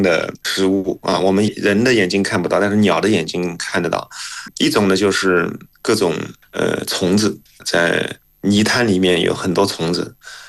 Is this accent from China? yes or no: yes; Shaoxing, Zhejiang, China; now in Shenzhen, China; 我是绍兴人